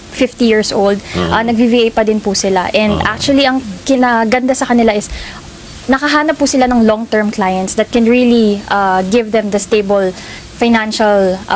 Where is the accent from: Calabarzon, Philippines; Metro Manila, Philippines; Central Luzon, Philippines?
Metro Manila, Philippines; Marikina; Sa parang Marikina po.